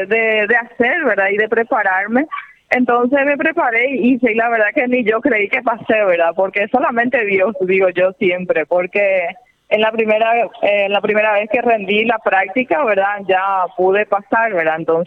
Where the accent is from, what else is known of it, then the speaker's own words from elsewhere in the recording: Paraguay; es mi país y yo siempre estudié enfocada en querer venir a servir a mi pueblo, a mi patria que es Paraguay, ¿verdad?